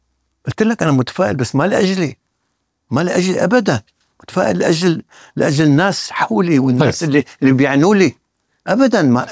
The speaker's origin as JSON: {"language": "Arabic", "country": "Syria", "said": "أنا كسوري صعب علي أقبل بلد مثل السويداء"}